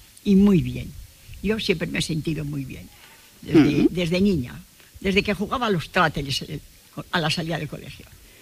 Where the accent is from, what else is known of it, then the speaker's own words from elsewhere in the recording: Spain; now in Salamanca, Spain; Por eso tengo casa aquí, por eso vengo aquí. Bueno, no siempre, porque también vivo en Salamanca, pero los veranos los pasamos aquí